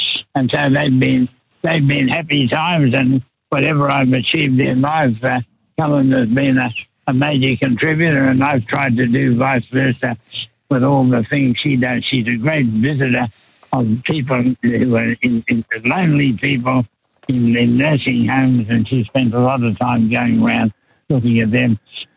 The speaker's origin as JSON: {"language": "English", "country": "Australia", "said": "We're going to talk about how we can become better Australians and think about what we can do to make us a caring"}